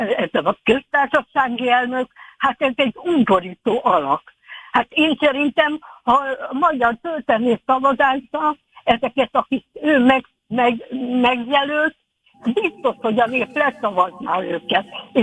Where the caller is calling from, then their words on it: Hungary; most nem szégyellem azt, hogy magyar vagyok